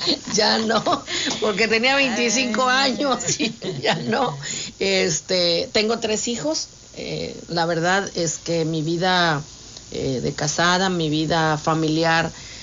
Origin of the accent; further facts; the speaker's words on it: Ciudad Victoria, Tamaulipas, Mexico; born there; Estudié la primaria en una colonia de aquí de Victoria, muy conocida, de las más colonias más viejas de Victoria, la colonia Héroe de Nacozari. Luego estudié la secundaria 1, era la que me quedaba cerca de mi casa.